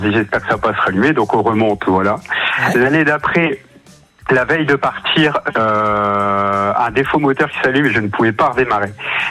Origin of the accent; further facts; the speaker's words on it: the north of France, France; accent: northern; je suis du Nord, mon accent doit s'entendre.